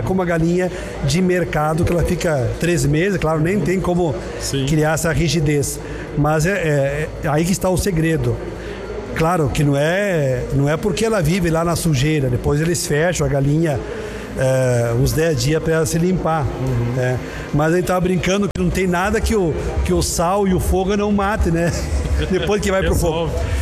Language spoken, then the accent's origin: Portuguese; Nova Palma, Rio Grande do Sul, Brazil; born there; moved away; Eu sou natural daqui de Nova Palma e morei, tenho 27 anos de Pado, acho que eu morei 24 fora da quarta colônia.